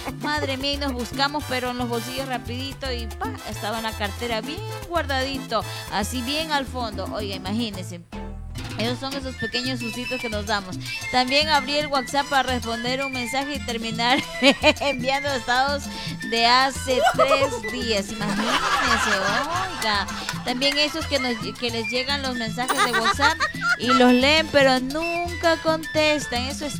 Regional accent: Ecuador; Hay cosas que nos unen como ecuatorianos

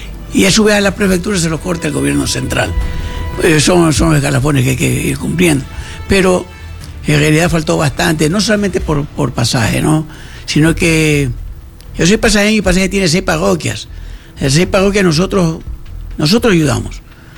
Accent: Buenavista, Ecuador; yo soy de Buenavista.

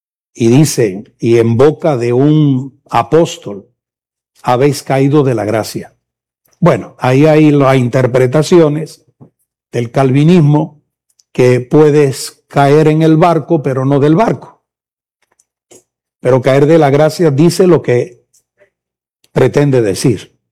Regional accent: Spain; Yo no soy gallego. Soy español, pero no soy de Galicia

